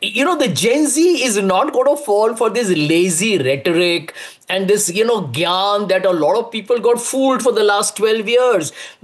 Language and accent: English; Bihar, India; I come from Bihar, Bihar, Shiv.